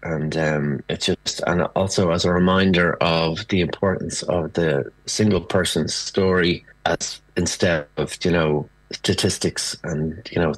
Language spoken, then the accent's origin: English; Ireland; as Irish people